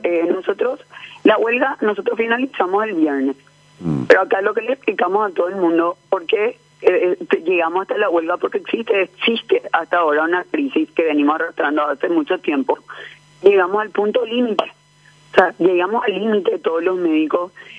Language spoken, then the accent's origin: Spanish; Ciudad del Este, Alto Paraná, Paraguay; moved away; yo soy de Ciudad del Este, hija de padres separados